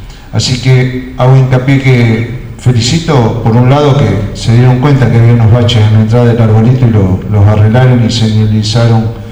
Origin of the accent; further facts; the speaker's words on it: Argentina; Creo que es un deber como argentino y en un recinto como en el que estamos en este momento decirle gracias a Selección Argentina.